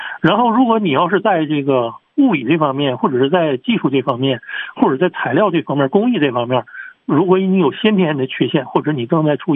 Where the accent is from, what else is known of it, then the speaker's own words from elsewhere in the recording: China; 我们中国人